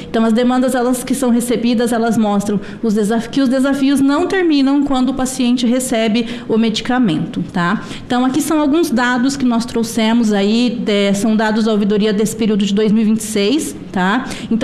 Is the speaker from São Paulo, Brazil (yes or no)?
no; Apucarana, Paraná, Brazil; Senador, que é meu conterrâneo paranaense, eu sou lá de Apucarana, interior do estado do Paraná.